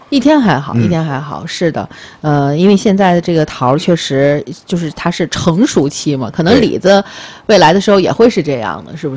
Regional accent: Tianjin, China; 包括适合我们天津人的口

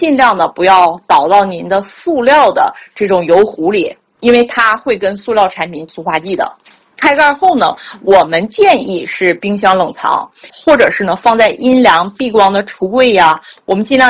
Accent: Northeast China, China; 我们东北人叫什么呢，叫哈喇味儿

